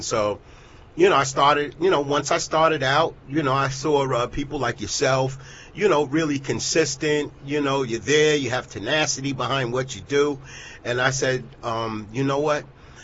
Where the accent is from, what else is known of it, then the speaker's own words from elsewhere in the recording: Roosevelt, New York, United States; born there; I'm from Roosevelt.